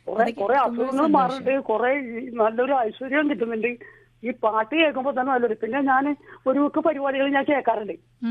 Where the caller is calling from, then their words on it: Edavanakkad, Kerala, India; ഞങ്ങൾക്ക് ഇവിടെ ഒരു കുടുംബ ക്ഷേത്രമുണ്ട്, എടവനക്കാട് ഭദ്രകാളി വിശ്വമായ ക്ഷേത്രം. ആ ക്ഷേത്രത്തിന്റെ അടുത്താണ് ഞാൻ എന്റെ വീട്.